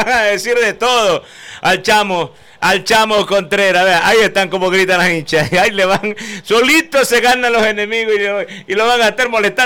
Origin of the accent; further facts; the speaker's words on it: Manta, Manabí, Ecuador; Del equipo de mi tierra, en la ciudad de Manta.